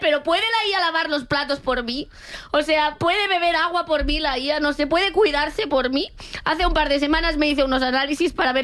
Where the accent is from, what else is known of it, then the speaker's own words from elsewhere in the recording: Catalonia, Spain; Yo bebo agua porque soy catalana, ¿vale?